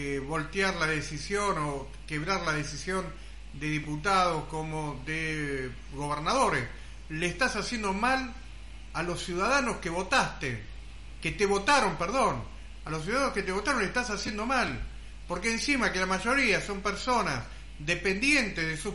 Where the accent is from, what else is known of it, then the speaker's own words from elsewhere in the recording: northern Argentina, Argentina; tomar nuestras propias decisiones como norte argentino.